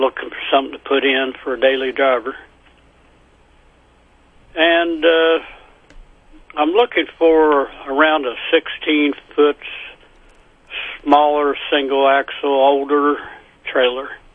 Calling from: Marceline, Missouri, United States; I'm from Marceline.

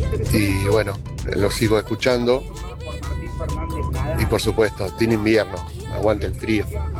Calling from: Pilar, Buenos Aires Province, Argentina

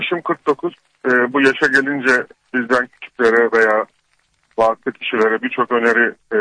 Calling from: Istanbul, Turkey; ben İstanbul'dan arıyorum.

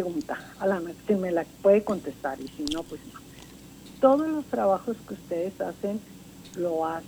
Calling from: Ciudad Juárez, Chihuahua, Mexico; yo soy de Juárez.

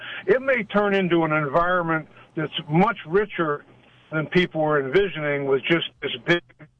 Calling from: Youngwood, Pennsylvania, United States; I'm from Pittsburgh, Youngwood area, New Stanton, Westmoreland County.

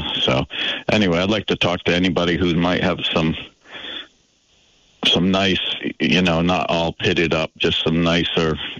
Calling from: Danville, Vermont, United States; I'm calling from Danville

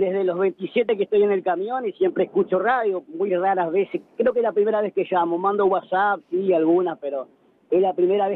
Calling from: Alejandro Korn, Buenos Aires Province, Argentina; soy de Alejandro Corde, Zona Sur, de Buenos Aires, camionero.

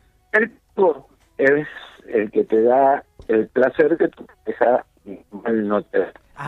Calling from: Godoy Cruz, Mendoza, Argentina; De Godoy Cruz te hablo.

